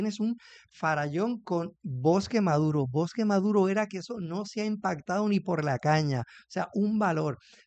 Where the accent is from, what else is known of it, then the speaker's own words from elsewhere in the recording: Cabo Rojo, Puerto Rico; Que me tengo que reír porque yo soy de Cabo Rojo y he correteado toda esa área